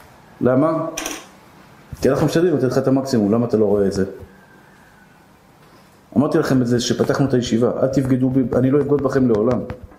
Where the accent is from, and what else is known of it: Tel Aviv, Tel Aviv District, Israel; born or raised there